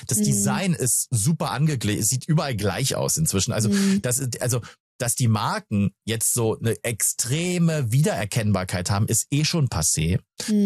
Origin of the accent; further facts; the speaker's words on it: France; Ich habe eine französische Vorname. Bei uns in Frankreich sagt man Padel.